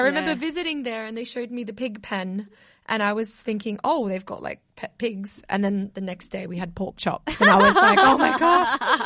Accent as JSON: {"language": "English", "country": "Australia", "tie": "born there", "said": "because my dad was born in Australia. And then, obviously, I was born in Australia too."}